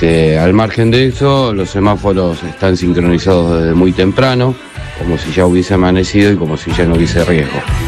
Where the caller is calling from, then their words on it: Rosario, Santa Fe, Argentina; yo vivo en Arroyito y vengo a trabajar acá a Oroño y Mendoza